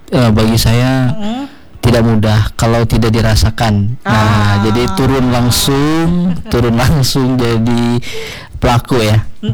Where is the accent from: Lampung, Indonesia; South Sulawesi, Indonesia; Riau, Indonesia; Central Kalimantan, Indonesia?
Central Kalimantan, Indonesia; Palangkaraya; also born or lived in Pulang Pisau; Oh, asli saya kan orang Palangkaraya.